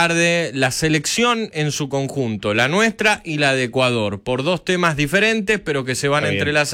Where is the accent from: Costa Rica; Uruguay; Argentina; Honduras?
Argentina; Buenos Aires; born there; natural de Colegiales. Yo nací, sí, en Ciudad de Buenos Aires.